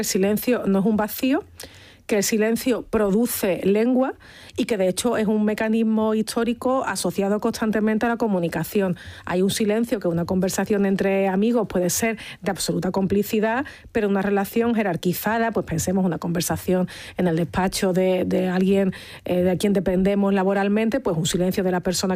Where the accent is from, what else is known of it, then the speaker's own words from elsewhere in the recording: Andalusia, Spain; accent: Andalusian; Ese es un elemento crucial en nuestra forma de hablar, que como vemos, pues cada zona de Andalucía erosiona, o sea, modifica esa S final de una manera